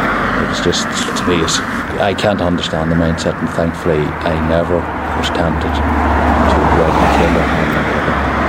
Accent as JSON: {"language": "English", "town": "Scotshouse", "region": "Ulster", "country": "Ireland", "tie": "born or raised there", "lives_now": "Lisnaskee, United Kingdom", "said": "I was born and reared in the Cavan Monaghan border, but I now live in Lisnaskee in County Fermanagh."}